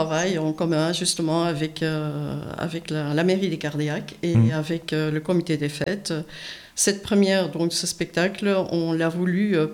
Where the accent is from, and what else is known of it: Belgium; now in France